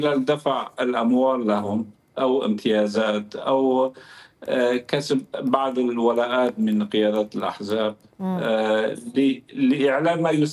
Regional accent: Syria; أنا كمواطن كردي، كمواطن سوري ابن الثورة

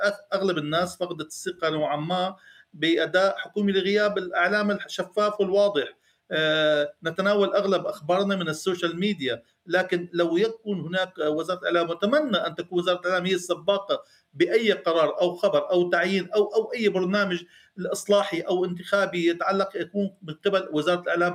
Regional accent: Syria; ما كنا نتوقع كسوريين أن يكون التشكيل الحكومي

